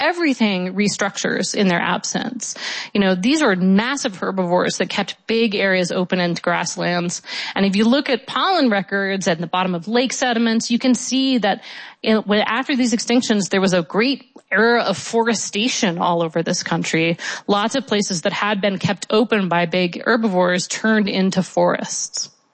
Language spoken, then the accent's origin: English; Pacific Northwest, United States; I'm from the Pacific Northwest, so these kind of beautiful oak savannas with wildflowers underneath, I had thought of them as a pretty natural ecosystem